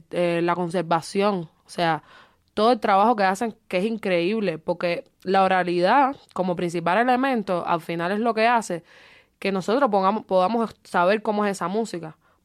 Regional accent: Cuba; ya porque soy cubana

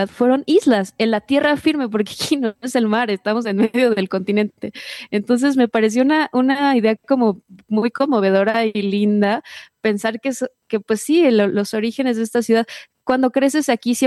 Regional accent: Mexico City, Mexico; yo soy una compositora que nací y crecí y vivo en la Ciudad de México

